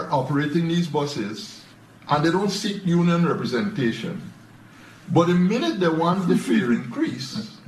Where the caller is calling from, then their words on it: Mahaica, Demerara-Mahaica, Guyana; I hail from Mahaika. I live at Mahaika. Not really from Mahaika, but I've been living there for 50 years.